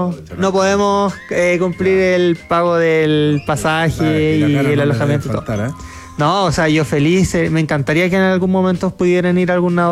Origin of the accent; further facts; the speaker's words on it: Chile; No, yo soy el típico chileno que deja todo última hora.